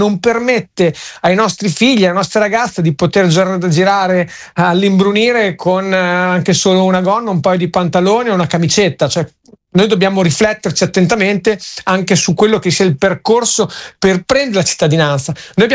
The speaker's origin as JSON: {"language": "Italian", "region": "Emilia-Romagna", "country": "Italy", "said": "sono romagnolo a Villa Verucchio"}